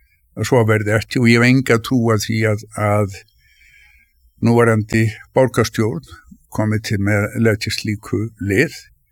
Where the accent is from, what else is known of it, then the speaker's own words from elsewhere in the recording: Reykjavík, Capital Region, Iceland; ég fættist 1949 og ég óks upp töflert mikið í Norðumýrinni.